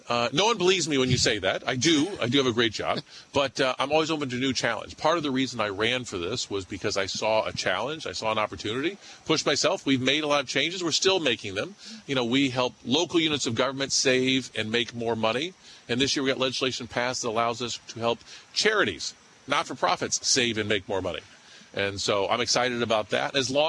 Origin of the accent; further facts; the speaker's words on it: United States; I grew up in Champaign County. I grew up going to the Champaign County Fair.